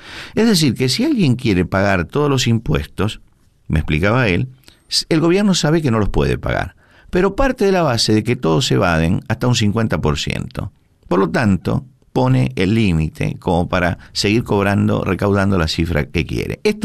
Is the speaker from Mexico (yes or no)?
no; Argentina